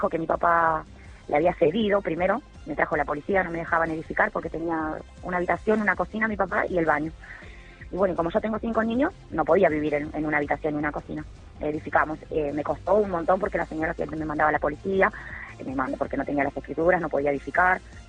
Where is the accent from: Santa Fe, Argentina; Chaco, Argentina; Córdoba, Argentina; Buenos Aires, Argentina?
Buenos Aires, Argentina; moved away; Y nada, y hace 8 años que vivo acá, que falleció mi papá. Me vine de Buenos Aires.